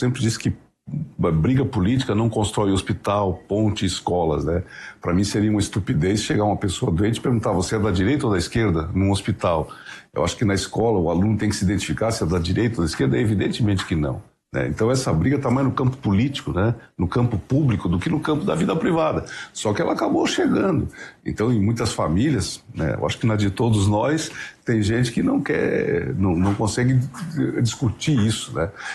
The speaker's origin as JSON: {"language": "Portuguese", "region": "Santa Catarina", "country": "Brazil"}